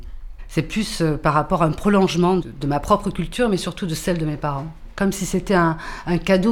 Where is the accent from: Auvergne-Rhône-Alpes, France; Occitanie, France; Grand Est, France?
Occitanie, France; Toulouse; born there; first language Spanish; French is a second language; j'ai 43 ans, je suis née à Toulouse de parents espagnols.